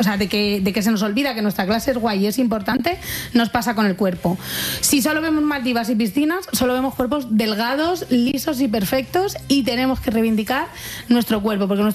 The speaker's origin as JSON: {"language": "Spanish", "town": "Fuenlabrada", "region": "Community of Madrid", "country": "Spain", "said": "Claro, yo es que soy de Fuenlabrada. Entonces, en Fuenlabrada era escape y porros, las dos cosas."}